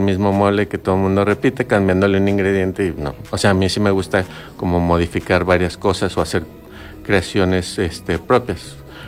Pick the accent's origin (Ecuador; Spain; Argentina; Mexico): Mexico; León, Guanajuato